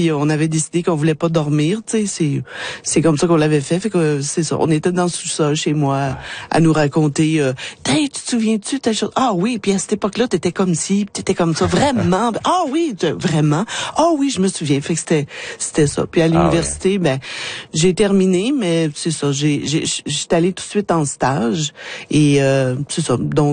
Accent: Sorel-Tracy, Quebec, Canada; moi j'ai grandi à Sorel

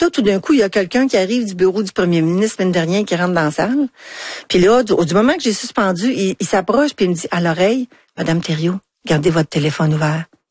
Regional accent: Anjou, Quebec, Canada; C'était chez nous, mon patelin, les gens que je connaissais

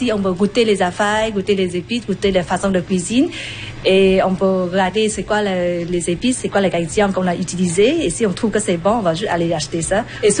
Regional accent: Vietnam; French is a second language; Je viens de Vietnam.

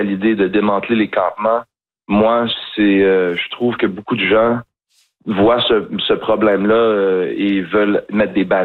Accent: Montreal, Quebec, Canada; Tu sais, moi, je viens de Saint-Henri, j'ai vécu autour de Saint-Henri les derniers 14 ans de ma vie.

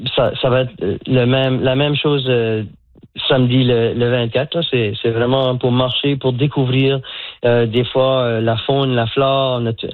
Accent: Moncton, New Brunswick, Canada; Je suis originaire de Moncton, puis j'ai travaillé presque exclusivement en anglais depuis que je suis en Nouvelle-Écosse. Ça fait presque 40 ans.

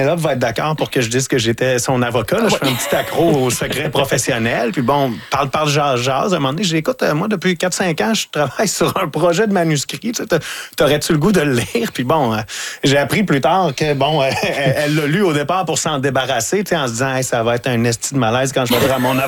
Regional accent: Lavaltrie, Quebec, Canada; now in Montreal, Canada; moi, je viens de la Valtrie, dans la région de la Naudière. Puis quand je suis arrivé à Montréal, c'était ma porte d'entrée vers Montréal.

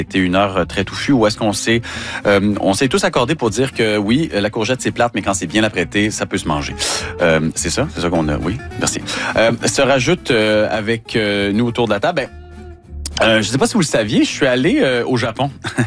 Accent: Quebec, Canada; je peux pas dire ça parce que je viens du Saguenay-Lac-Saint-Jean

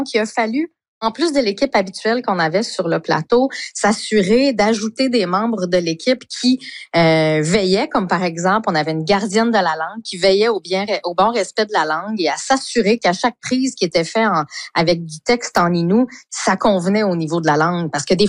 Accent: Quebec, Canada; Quand on vient de Matimekouche, ben, c'est différent de moi, par exemple, qui appartient à la nation Abénakis.

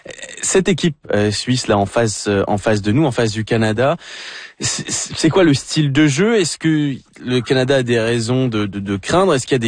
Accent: France; moi le premier en tant que français, ressortissant français

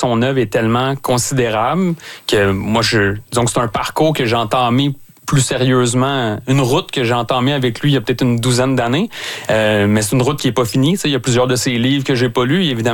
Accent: Pointe-aux-Trembles, Quebec, Canada; born or raised there

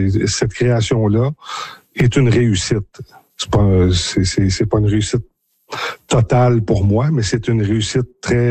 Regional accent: Saint-Léon-le-Grand, Quebec, Canada; Je m'étais construit la maison de rêve pour chez nous à Saint-Léon-le-Grand pour vieillir ici parce que c'était mon but dans la vie de vieillir chez nous.

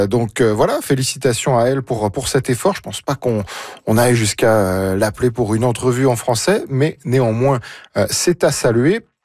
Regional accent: Cameroon; now in Canada; Clin d'œil au Cameroun, mon pays d'origine.

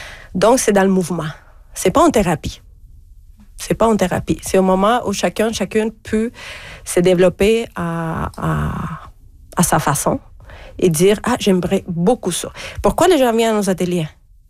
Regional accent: Chile; French is a second language; moved away as an adult; Dans mon ancienne vie, dans mon pays d'origine, qui est le Chili, j'ai travaillé une dizaine d'années comme journaliste.

